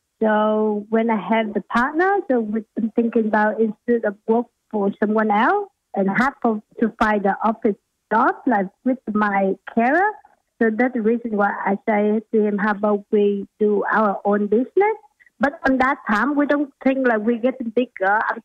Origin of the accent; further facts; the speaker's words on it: Vietnam; English is a second language; moved away as an adult; now in Australia; Yeah, I'm from Vietnam, so I've been here 2011 with overseas students, and I'm studying accounting, the master's degree in Griffith University